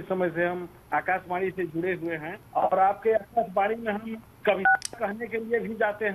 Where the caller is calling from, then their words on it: Lakhanpura, Uttar Pradesh, India; हम लखनपुरा से बोल रहे हैं, जो सोनभद्र जिले में है, रावर्स जंग तहसील में।